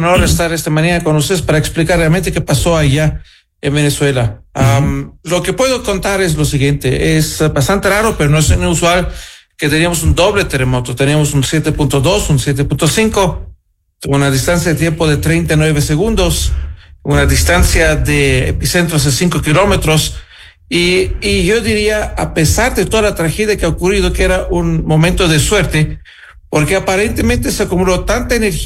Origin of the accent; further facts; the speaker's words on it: Ecuador; nosotros aquí en Ecuador